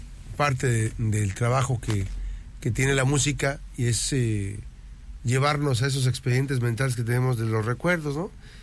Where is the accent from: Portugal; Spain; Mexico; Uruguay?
Mexico; cuando estamos en el extranjero, pues te sale lo mexicano